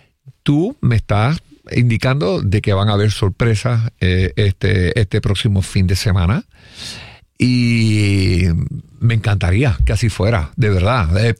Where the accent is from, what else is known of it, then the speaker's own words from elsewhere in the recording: Puerto Rico; Lo estoy diciendo como ciudadano, como puertorriqueño.